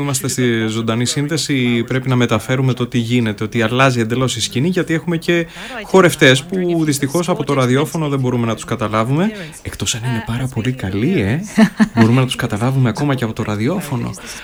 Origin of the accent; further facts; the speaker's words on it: Greece; και εμείς σαν Έλληνες